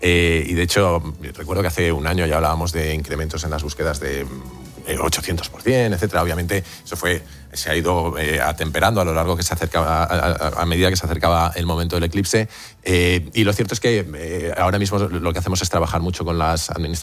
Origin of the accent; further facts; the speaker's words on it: Castilla-La Mancha, Spain; a mí me pilló en mi pueblo de la Serranía de Cuenca